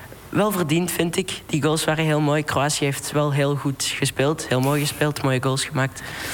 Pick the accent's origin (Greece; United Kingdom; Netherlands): United Kingdom; England; Dutch is a second language; now in Belgium; Ja, ik identificeer me nog als Engels. Maar officieel ben ik ook half Belg. Ja? Omdat ik ben hier al 7 jaar wonen.